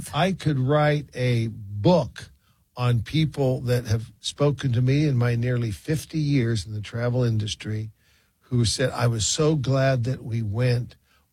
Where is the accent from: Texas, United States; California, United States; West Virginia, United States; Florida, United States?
California, United States; San Francisco; when I was 11 years old, growing up in San Francisco